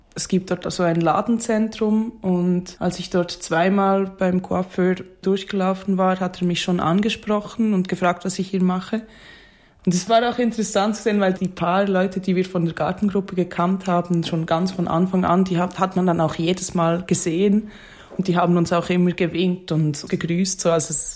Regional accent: Bern, Switzerland; Also ich bin selbst auch in Bern aufgewachsen, aber an einem ganz anderen Ort. Und dann so zu merken, wir kommen beide aus der gleichen Stadt und haben fast den gleichen Jahrgang

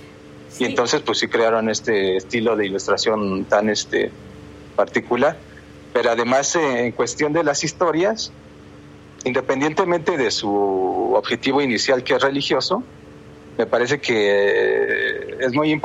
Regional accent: Mexico City, Mexico; yo de niño, de hecho, aquí en México, una de las iglesias o centros religiosos más famosos es la Basílica de Guadalupe. Y yo vivo cerca.

